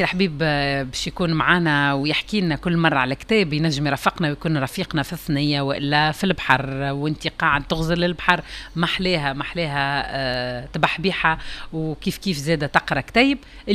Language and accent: Arabic; Tunisia; accent: Tunisian; محلاها لهجتنا التونسية